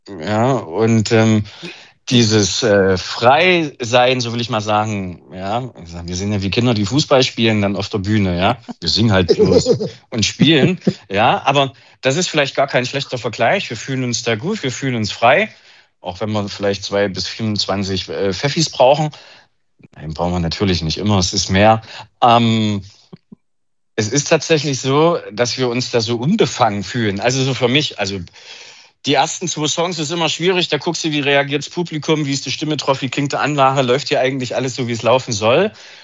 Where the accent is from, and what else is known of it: Leipzig, Saxony, Germany